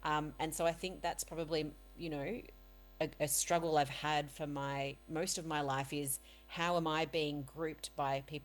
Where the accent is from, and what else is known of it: Australia; born or raised there